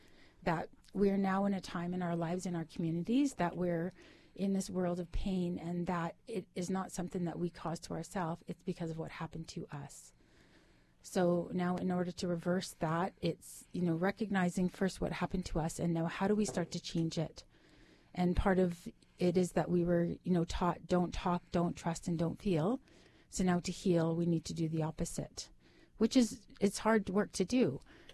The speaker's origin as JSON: {"language": "English", "region": "Yukon", "country": "Canada", "moved": "yes", "said": "originally I'm from the Yukon."}